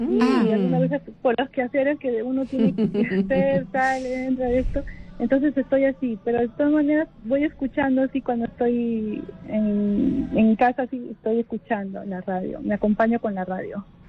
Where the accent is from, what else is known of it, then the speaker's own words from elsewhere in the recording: Trujillo, La Libertad, Peru; soy de Trujillo.